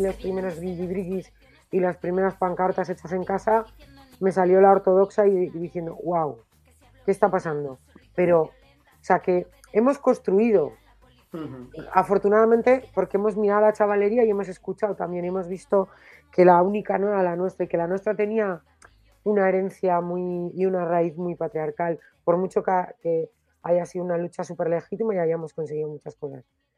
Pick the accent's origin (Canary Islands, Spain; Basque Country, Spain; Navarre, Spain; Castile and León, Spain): Basque Country, Spain; como vasca que nació todavía en la dictadura, aunque ya estaba, cuando yo nací ya estaba el hombre ahí.